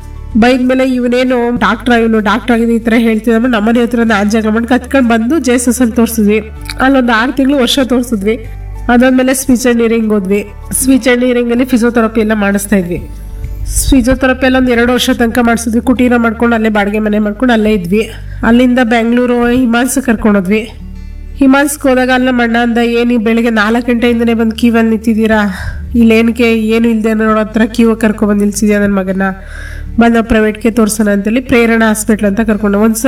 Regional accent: Karnataka, India; moved away as an adult; now in Kenchanahalli, H.D. Kote taluk, India; ನನ್ನ ಸ್ವಂತ ಅವರು ಪ್ರಿಯಾಪಟ್ಟಣ ತಾಲೂಕು ಬೂತ್ನಳ್ಳಿ ಅಂತೇಳಿ. ನಾನು ಮದುವೆ ಆಗಿರೋದು ಹೆಚ್ ಡಿ ಕೋಟೆ ತಾಲೂಕು ಕೇಡ್ದೊರೆಗೆ. ಮದುವೆ ಆಗಿದ್ದು 2010

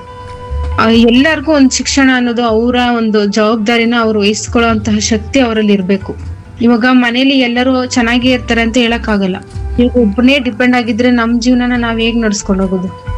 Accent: Mysuru district, Karnataka, India; ನಮ್ಮೂರು ಸೋಲಿಗರ colony, Mysuru district, Mysuru taluk.

